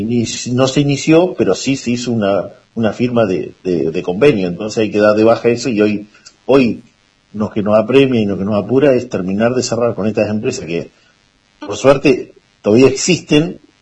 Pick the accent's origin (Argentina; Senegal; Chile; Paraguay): Argentina; Paso del Sapo, Chubut; moved away as an adult; now in Rawson, Argentina; yo soy oriundo de Paso del Sapo, me toca estar con un cargo a nivel provincial como subsecretario de Asuntos Municipales. Paso del Sapo está al sudeste de la provincia, hacia el límite del paralelo 42, más cerca de Ingeniero Yacobasi